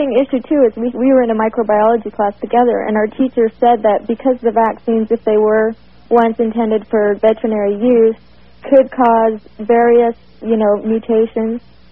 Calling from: Salt Lake City, Utah, United States; I'm calling from Salt Lake City.

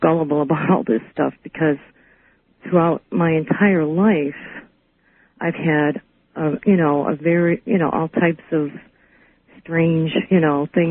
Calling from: New York, United States; Hi, I'm calling from New York.

